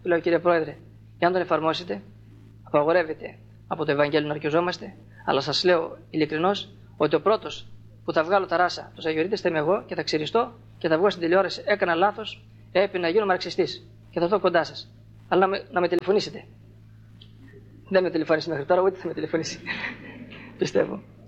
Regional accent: Thessaly, Greece

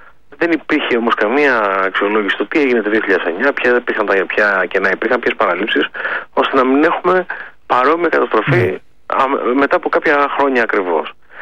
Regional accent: Kalavryta, Western Greece, Greece; Εγώ να σας πω παράδειγμα, κατάγομαι από τα Καλάβρητα. Στα Καλάβρητα αυτή τη στιγμή είναι όλα πράσινα.

